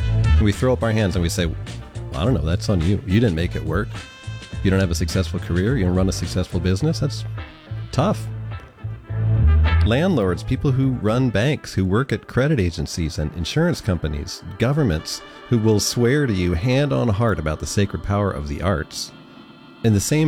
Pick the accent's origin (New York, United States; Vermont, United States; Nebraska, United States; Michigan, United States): Vermont, United States; Burlington; A very sad thing is happening in my hometown this week in that the Radio Bean in Burlington, Vermont, a place that's close to my heart, is closing after more than 20 years.